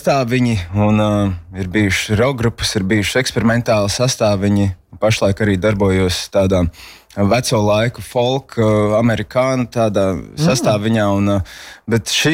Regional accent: Tukums, Tukums Municipality, Latvia; Nu, es esmu audzis tukumā. Esmu izmācījies fantastiskais tukuma skoliņās

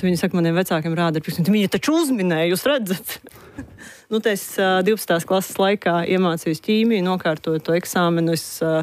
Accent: Riga, Latvia; born or raised there

